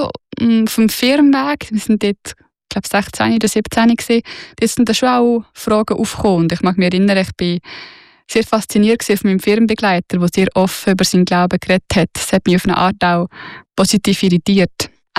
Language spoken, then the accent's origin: German; Lucerne, Switzerland; ich bin auf dem Land im Kanton Luzern aufgewachsen